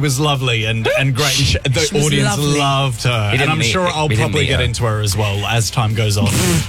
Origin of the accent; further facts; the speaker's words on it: Australia; moved away as an adult; now in United Kingdom; Because I'm Australian.